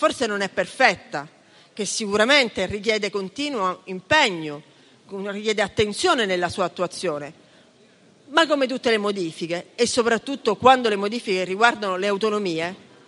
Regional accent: Sicily, Italy; Io poi personalmente, da siciliana, non posso che essere una strenua sostenitrice delle autonomie.

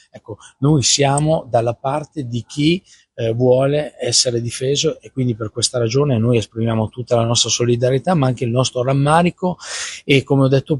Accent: Piedmont, Italy; anche da piemontese

